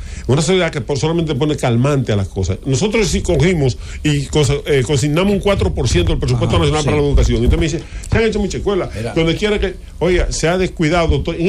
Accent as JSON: {"language": "Spanish", "region": "Dajabón", "country": "Dominican Republic", "tie": "born or raised there", "said": "Yo conocí a don Fiste Medina, por ejemplo, en Dajabón, en mi pueblo."}